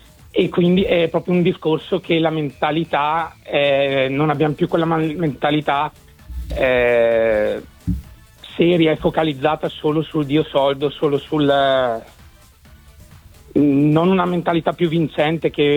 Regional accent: Bergamo, Lombardy, Italy; Io Inter, anche se sono di Bergamo, sono

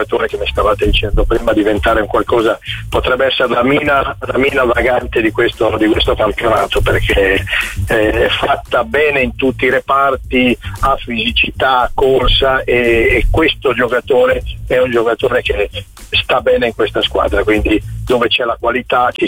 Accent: Tuscany, Italy; io credo che però noi toscani, io sono toscano un po' bastardo perché sono sulla linea tra Carrara, però ecco, quindi i toscani sono molto facili a innamorarsi

